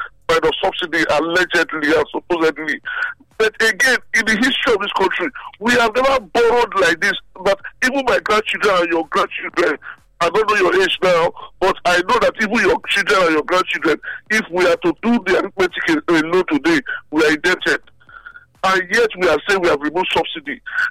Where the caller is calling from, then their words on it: Benin City, Edo, Nigeria; I'm calling from Benin City.